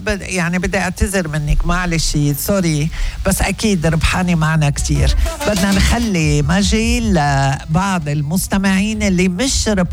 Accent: Lebanon; ما أنا لبنانية مثلكم

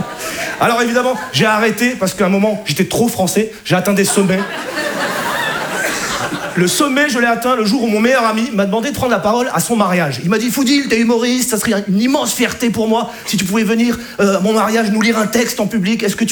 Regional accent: Grand Est, France; Arabe, acteur, alsacien. … dans le métier.

